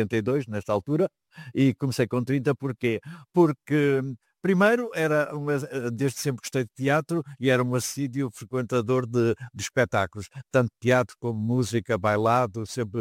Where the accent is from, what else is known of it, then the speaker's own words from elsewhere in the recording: Porto, Portugal; born there; Depois, eu nasci no Porto, comecei a trabalhar aos 16 anos, era empregado de escritório.